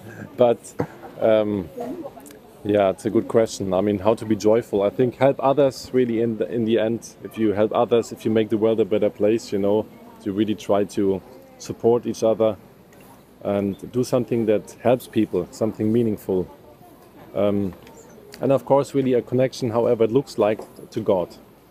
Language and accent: English; Germany; English is a second language